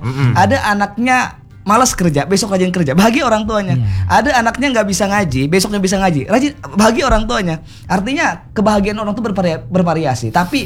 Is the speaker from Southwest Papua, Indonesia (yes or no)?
no; West Java, Indonesia; Saya kan orang Sunda, katanya.